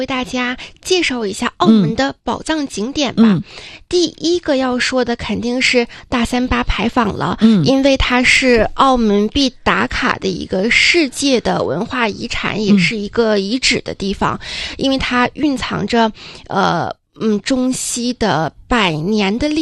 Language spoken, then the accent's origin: Chinese; China; moved away as an adult; now in Macau; 当时我真的作为一个内陆孩子，我没有见过这么大的台风要来临